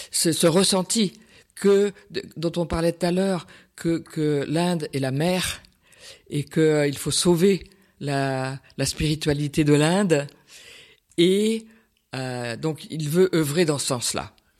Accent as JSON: {"language": "French", "country": "France", "said": "je suis française, je suis pas anglaise."}